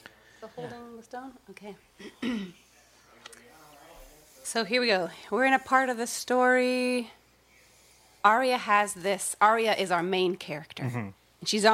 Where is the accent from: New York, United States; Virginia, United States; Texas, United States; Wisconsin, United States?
Wisconsin, United States; Madison; moved away as an adult; also born or lived in Vermont; now in Plainfield, United States; I grew up in Madison in Wisconsin, but I've been living in Vermont for about 20 years. So I'm in Plainfield near Montpelier.